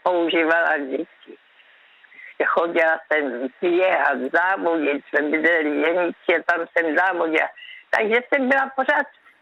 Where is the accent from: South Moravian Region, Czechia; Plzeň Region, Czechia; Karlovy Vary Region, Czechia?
South Moravian Region, Czechia; Brno; Víte, kde jsem vyrostla v Kamence? To je samý vrch, samý kopec